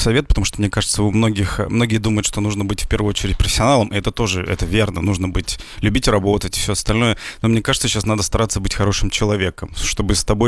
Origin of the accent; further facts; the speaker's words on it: Kudymkar, Perm Krai, Russia; это вообще был Кудымкар, где, откуда я родом.